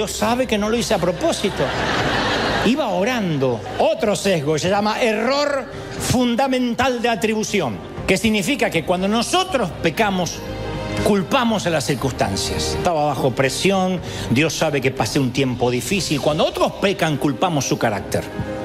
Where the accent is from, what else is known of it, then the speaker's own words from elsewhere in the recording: Argentina; Número uno, soy argentino.